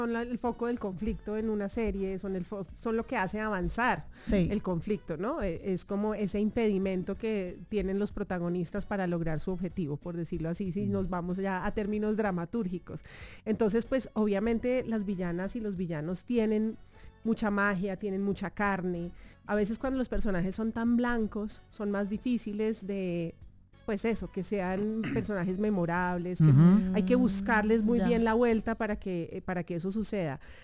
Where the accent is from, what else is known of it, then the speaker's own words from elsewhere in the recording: Soacha, Cundinamarca, Colombia; soy la hindú de Soacha